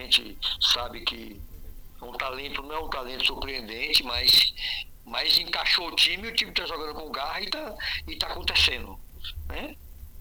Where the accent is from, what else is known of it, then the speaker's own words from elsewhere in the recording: Brazil; todos nós somos brasileiros